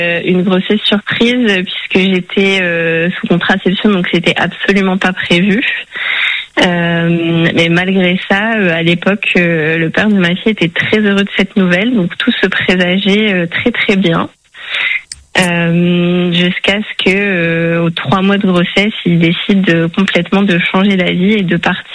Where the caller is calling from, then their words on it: Lille, Hauts-de-France, France; J'ai 33 ans et j'habite à Lille, dans le Nord.